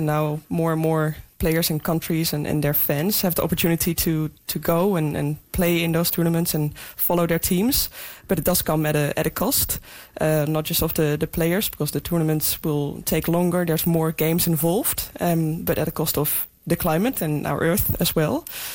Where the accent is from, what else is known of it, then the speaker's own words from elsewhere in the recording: Netherlands; Well, in terms of nation, I'm from the Netherlands, so, you know, you would like your country to do well